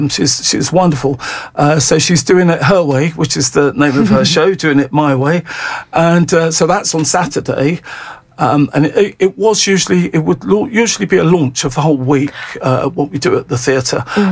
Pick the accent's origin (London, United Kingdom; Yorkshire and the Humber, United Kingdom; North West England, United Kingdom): London, United Kingdom; accent: Cockney; previously North London based. I grew up in Hackney.